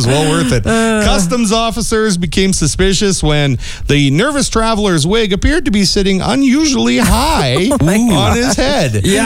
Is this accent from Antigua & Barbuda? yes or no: no; Canada; to distance myself from being Canadian just for a moment here.